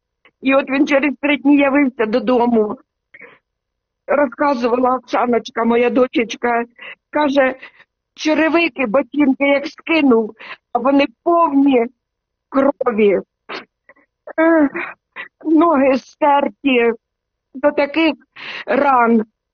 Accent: Sumy, Sumy Oblast, Ukraine; а зараз захищає наше рідне місто Суми. Я писаю тим, що наше місто Суми

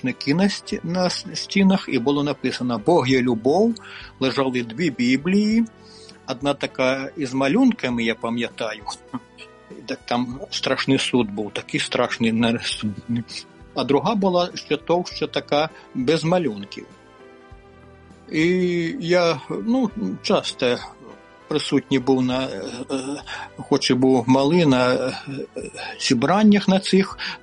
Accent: Ivot, Sumy Oblast, Ukraine; born there

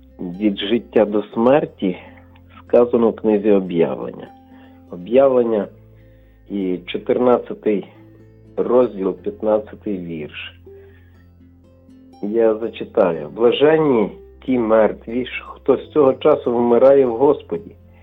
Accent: Lviv, Lviv Oblast, Ukraine; я зі Львова.

